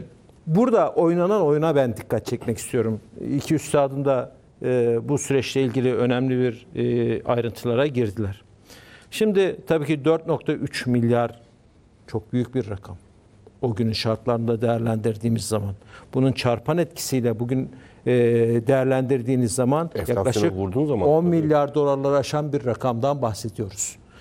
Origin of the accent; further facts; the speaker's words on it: Besni, Adıyaman, Turkey; Tabii bakın ben Adıyaman Besniliyim.